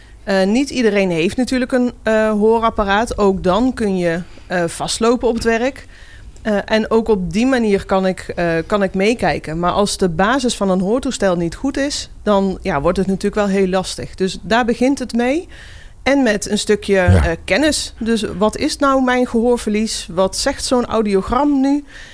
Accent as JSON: {"language": "Dutch", "country": "Netherlands"}